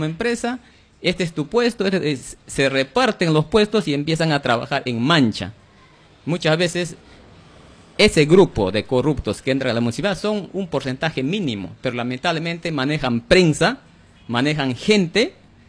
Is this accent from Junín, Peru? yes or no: yes; Pichanaki, Junín, Peru; mi pueblo de Pichanaki.